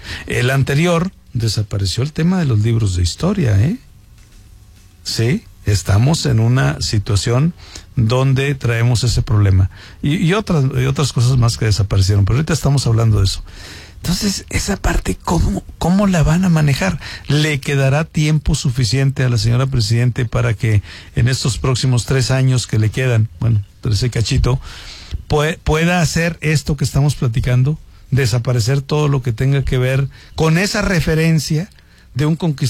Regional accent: Mexico; Está constituido prácticamente en una parte que tiene que ver con lo humano, o sea, esa mezcla que somos los mexicanos.

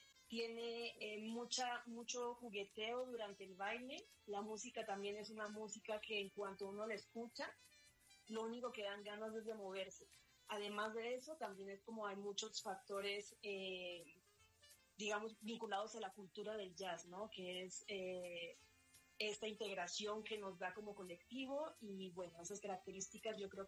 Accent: Mexico; moved away as an adult; now in Bogotá, Colombia; Yo soy mexicana y llevo viviendo aquí en Bogotá por 10 años, precisamente.

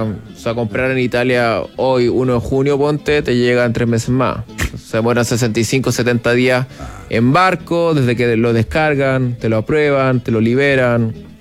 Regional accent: Viña del Mar, Valparaíso, Chile; Sí, yo también soy de Viña.

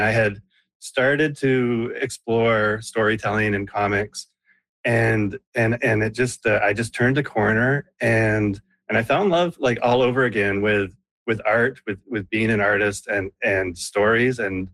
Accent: Moncton, New Brunswick, Canada; I grew up in Moncton in New Brunswick.

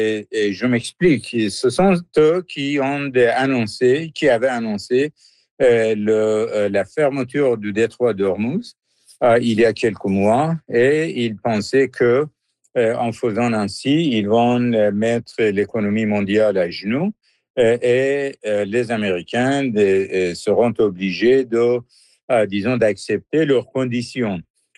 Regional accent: Iran; moved away as an adult; now in Canada; Quand, avec ma femme, nous avons quitté l'Iran pour le Canada de venir étudier ici en 78, on payait 6,7 tout le monde, la devise iranienne, pour un dollar américain.

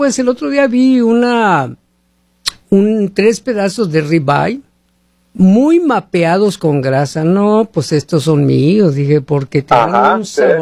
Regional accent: Sonora, Mexico; yo pura sal porque soy de Sonora. Allá en Sonora

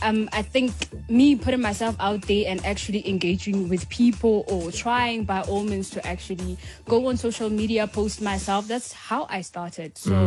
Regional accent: Limpopo, South Africa; I'm from Beresford, Limpopo.

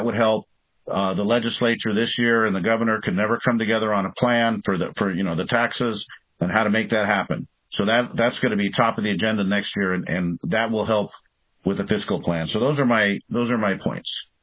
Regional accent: Bethel, United States; I'm from Bethel. I've lived out here a lot of years.

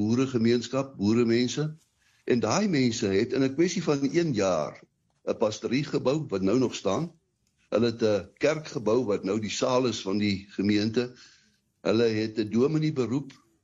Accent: Tweeling, Free State, South Africa; mense vra vir my, waar kom jy vandaan? Dan sê ek Tweeling, dan sê hulle, waar is dit? Dan sê ek, man, dis tussen Ryds in Frankfurt. Maar weet jy, Tweeling is eintlik die poort na Clarence

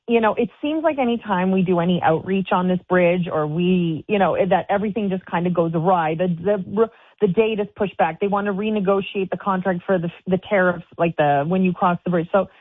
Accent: Windsor, Ontario, Canada; now in Ottawa, Canada; I'm from the Windsor area.

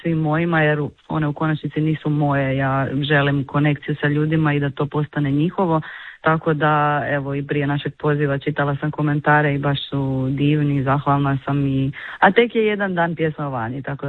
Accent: Đurđevac, Koprivnica-Križevci County, Croatia; now in Zagreb, Croatia; dolazim inače originalno iz Đurđevca, odnosno sa sjevera, to je Podravina, ali sam dugi niz godina, nećemo reći koliko, već u Zagrebu.

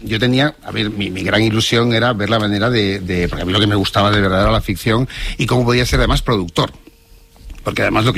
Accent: Seville, Andalusia, Spain; now in Madrid, Spain; yo empecé aquí mi primer trabajo como becario en Madrid cuando vine de Sevilla

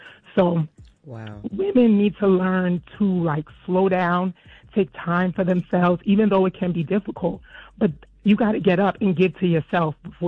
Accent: New York, United States; now in Burlington, United States; I'm in Burlington. I'm from New York, but I'm in Burlington.

